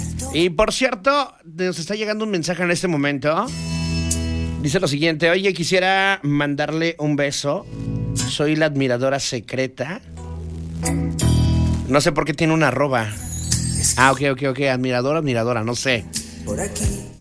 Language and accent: Spanish; Cuichapa, Veracruz, Mexico; Y yo soy de Cuichapa, quiero decirle que es el más guapo y que tiene un cuerpo escultural.